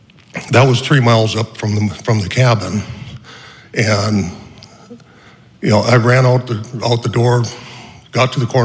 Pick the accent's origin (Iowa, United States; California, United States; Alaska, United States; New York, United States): Alaska, United States; I was born and raised in the Brooks Range on a small homestead called Crevice Creek, and I'm the youngest of four siblings.